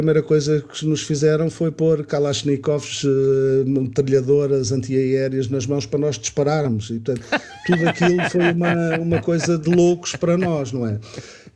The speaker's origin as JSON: {"language": "Portuguese", "country": "Angola", "tie": "born or raised there", "said": "Eu, talvez, como africano, que eu nasci em Angola, e ao viver ainda muito tempo em Angola, acho que muda uma coisa."}